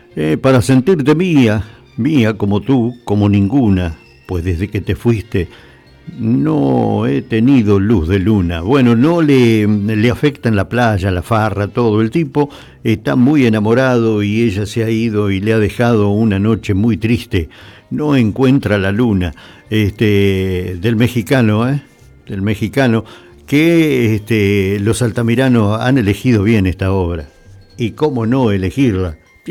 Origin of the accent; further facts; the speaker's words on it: Argentina; somos así los argentinos, ¿eh?